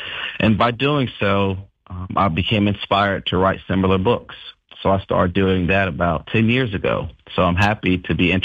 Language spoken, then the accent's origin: English; Valdosta, Georgia, United States; Yeah, I grew up in Valdosta, Georgia, a small town in South Georgia.